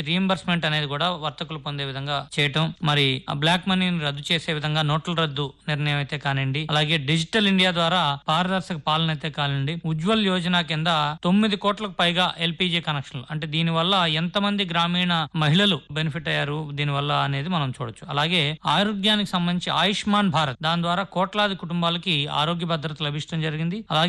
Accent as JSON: {"language": "Telugu", "region": "Andhra Pradesh", "country": "India", "tie": "born or raised there", "said": "మా స్వగ్రామం అయినటువంటి మరిబంధం ఊరిని"}